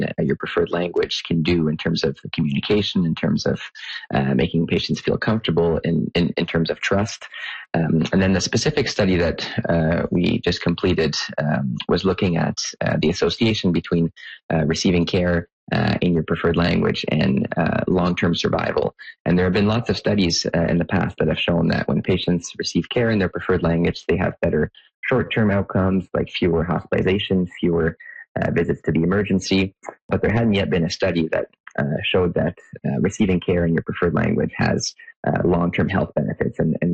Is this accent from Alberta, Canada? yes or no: no; Ottawa, Ontario, Canada; So I grew up in the Ottawa area in a bilingual household. I did most of my schooling in French, and I did medical school in the Francophone stream at the University of Ottawa.